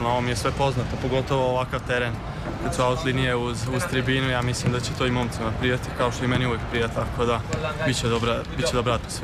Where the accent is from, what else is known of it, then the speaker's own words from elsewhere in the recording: Serbia; mislili smo da je to kao kod nas u Srbiji, ali ovdje malo to je, mislim, na višem nivou